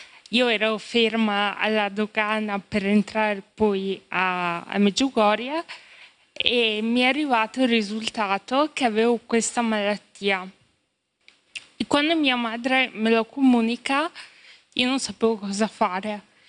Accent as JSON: {"language": "Italian", "town": "Reggio Emilia", "region": "Emilia-Romagna", "country": "Italy", "said": "ho 26 anni e vengo da Reggio Emilia."}